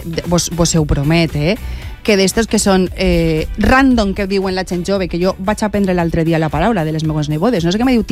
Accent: Quart de les Valls, Valencian Community, Spain; born there; also born or lived in Puçol; Jo és que tinc dos pobles. Ah, bueno. Que això que es quede clar perquè no vull que ningú se m'enfadi. Vale. Jo soc nascuda en Pusol i m'ha criat allí 6 anys, però jo després me n'he anat a viure a Quart de les Valls i ne porte 40 allí.

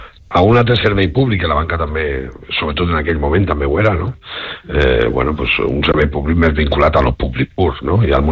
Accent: Benidorm, Valencian Community, Spain; born or raised there

